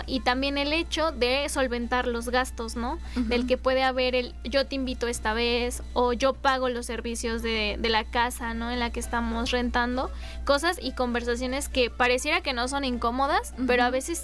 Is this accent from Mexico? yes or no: yes; Mexico City, Mexico; en el barrio, pues, de donde vengo